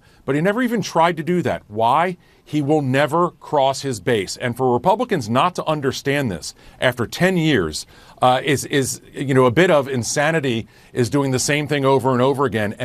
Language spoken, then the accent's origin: English; North Carolina, United States; Look, I'm from North Carolina.